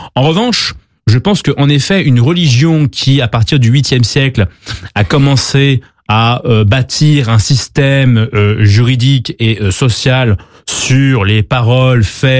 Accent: Paris, Île-de-France, France; born there; Et donc moi, je suis né à Paris, en France, dans les années 90.

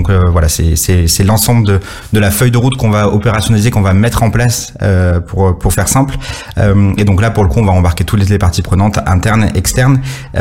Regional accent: Nîmes, Occitanie, France; moi je suis originaire de Nîmes dans le Gard

